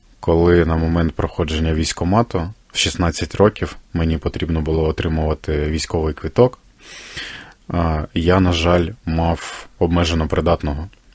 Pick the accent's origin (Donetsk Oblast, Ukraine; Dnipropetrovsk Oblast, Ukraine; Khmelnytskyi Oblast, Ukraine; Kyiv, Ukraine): Donetsk Oblast, Ukraine; Sloviansk; also born or lived in Horlivka; склалось, що закінчував школу, навіть 11 клас вже ж на зовсім іншій території, не там, де народився. Народився в Горлівці, закінчував в місті Слов'янську.